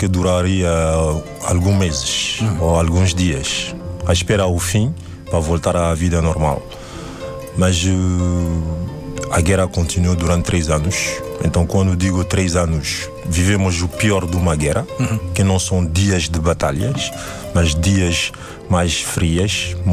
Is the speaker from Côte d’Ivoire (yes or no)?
yes; Côte d’Ivoire; Portuguese is a second language; moved away; eu pessoalmente decidi de mover da Costa do Marfim. Então, saí da Costa d